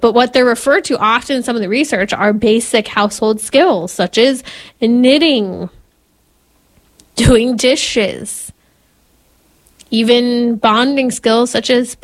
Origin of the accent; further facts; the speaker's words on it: California, United States; Because I love my home state of California.